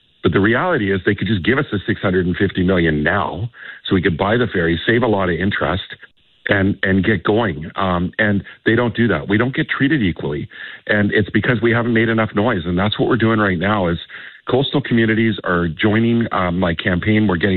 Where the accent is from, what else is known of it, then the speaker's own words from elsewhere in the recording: British Columbia, Canada; us as British Columbians